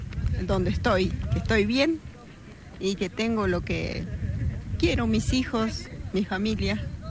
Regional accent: Brealito, Salta, Argentina; moved away; also born or lived in Buenos Aires; vine desde, digamos, nací ahí, me crié y luego me fui y luego volví.

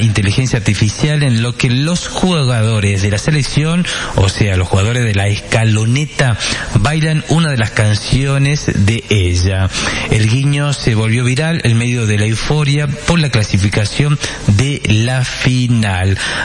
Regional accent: Argentina

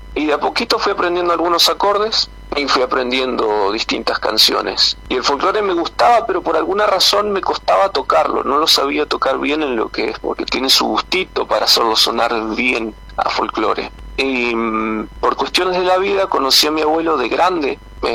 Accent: San Martín de los Andes, Neuquén, Argentina; also born or lived in Cipolletti; Yo, en realidad, nací en Cipolletti, pero me vine de muy chiquito para San Martín de los Andes. Me siento como si fuera acá de San Martín

